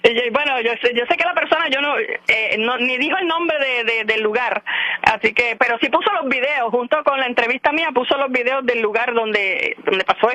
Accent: Cabo Rojo, Puerto Rico; now in Lajas, Puerto Rico; Yo soy natural de Cabo Rojo y adoptada en Lajas, pues hace 20 y pico años ya que tengo la finca, 22 años por ahí.

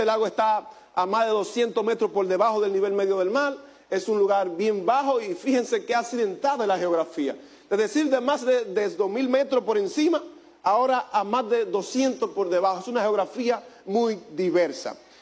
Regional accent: Cibao, Dominican Republic; moved away; En mi ciudad, o donde yo vengo, de República Dominicana, yo soy del Cibao, que es la mejor parte de República Dominicana

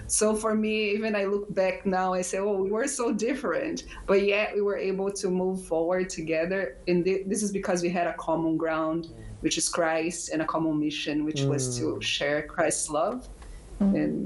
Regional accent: Brazil; moved away as an adult; also born or lived in Uganda; I grew up in Brazil, which is a quite diverse country, but I moved overseas when I was 28, so I've been overseas for about 8 years. In my first year overseas, I was living in Uganda, which is a country in Africa.

